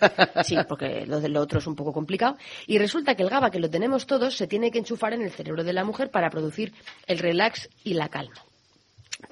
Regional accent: Cuenca, Castilla-La Mancha, Spain; aunque soy de Cuenca

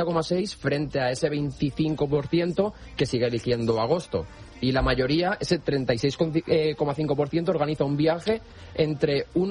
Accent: Spain; los españoles creemos que somos muy diferentes

